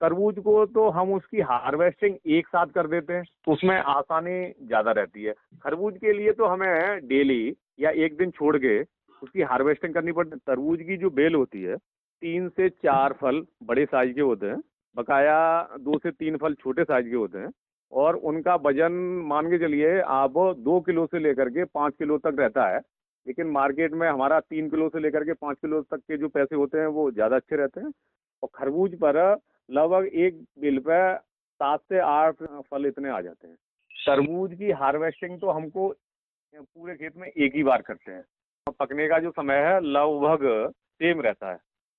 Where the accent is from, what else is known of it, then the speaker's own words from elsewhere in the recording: Firozabad, Uttar Pradesh, India; गांव की ठोत फिरोजाबाद का रहने वाला हूँ।